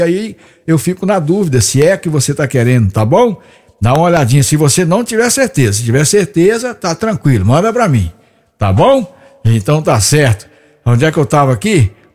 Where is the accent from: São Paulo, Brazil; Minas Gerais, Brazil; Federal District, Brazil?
Minas Gerais, Brazil; Ipatinga; Como audiência, sim, sou de Ipatinga, Silvânia, lá do Alto da Boa Vista, no Cananzinho, minha mãe tá lá, Dona Madalena.